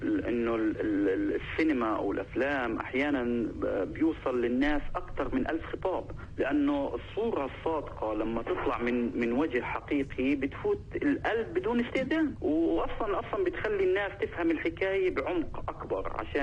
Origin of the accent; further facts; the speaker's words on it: Palestine; طبعا بقدم حالي اني فلسطيني، ما بحاول اجمل ولا ازوق، انه الانسان الواثق من اصله ما بده يشرح كتير.